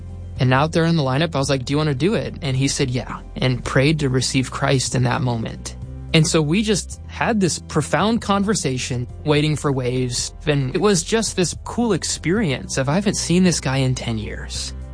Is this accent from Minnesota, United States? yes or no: yes; Minnesota, United States; now in San Diego, United States; one of my high school friends that I grew up in Minnesota, had moved 20 minutes away from me to San Diego, California.